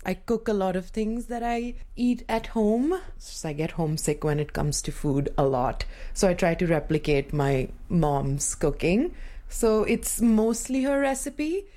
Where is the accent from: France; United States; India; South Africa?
India; Ghaziabad, Uttar Pradesh; moved away as an adult; now in Kingston, Canada; It's this town named Ghaziabad. It's in the state of Uttar Pradesh. It's about 2 hours from Delhi, which is the national capital. Suburbia, but not really. Not as fancy or as bougie as how North America suburbs look like.